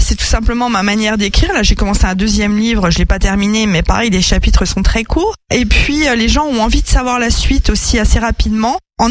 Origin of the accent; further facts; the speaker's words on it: Dijon, Bourgogne-Franche-Comté, France; je peux me considérer comme dijonnaise vu que je suis née à Dijon et que je vis depuis ici depuis assez longtemps